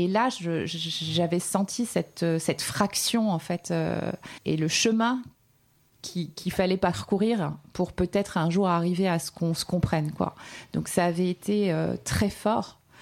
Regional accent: Pierrefitte-sur-Seine, Île-de-France, France; j'ai 45 ans, je suis née en 80. J'ai grandi dans le 93 à Pierrefitte-sur-Seine, dans le quartier des Poètes, la Cité Rose. Mes parents sont venus de Tunisie

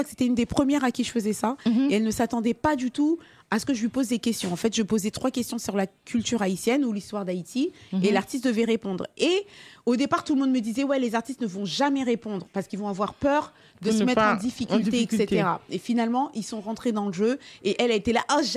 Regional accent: France; parce que sachant qu'en plus on vient de France, il fallait aller là-bas, un appartement, le billet

